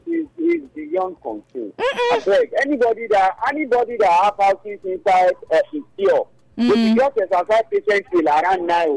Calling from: Nigeria; I'm calling from Ekoso.

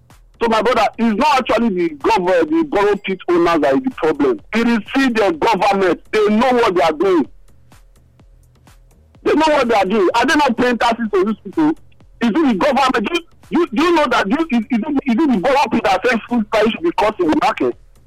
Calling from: Benin City, Edo, Nigeria; I'm calling from Benin.

